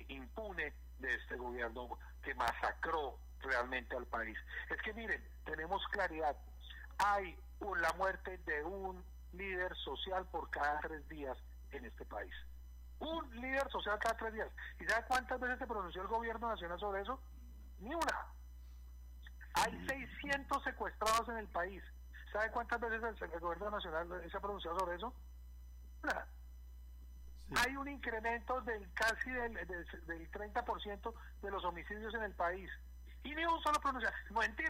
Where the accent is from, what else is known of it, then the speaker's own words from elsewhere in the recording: Colombia; así como ellos son colombianos, nosotros somos colombianos.